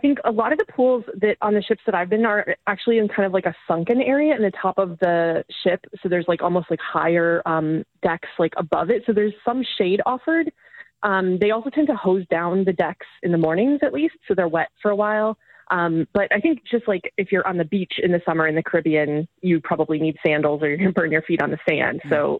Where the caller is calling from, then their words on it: Atlanta, Georgia, United States; I'm in Atlanta.